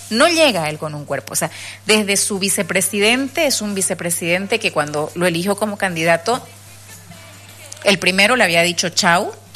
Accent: Bolivia; ¿por qué se va a abrogar escuchándolo a ellos y no escuchándonos a nosotros, que también somos parte de Bolivia?

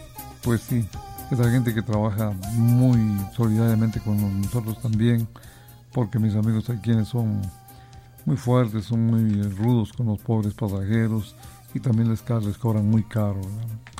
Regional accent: Guatemala; Ojalá que nos deje un buen resultado como guatemaltecos, ¿verdad?

